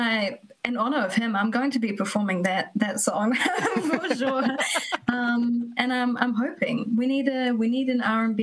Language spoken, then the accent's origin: English; New Zealand; growing up in New Zealand and being a young female, Kate Shepherd was the woman's advocate that got the woman's right to vote in New Zealand